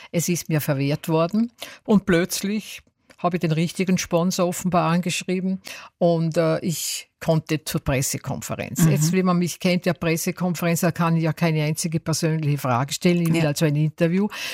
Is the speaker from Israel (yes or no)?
no; Austria; als Österreicherin